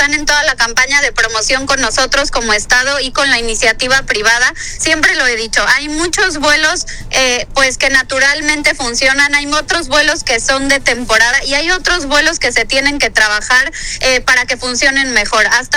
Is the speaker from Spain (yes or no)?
no; Puebla, Mexico; nosotros como poblanos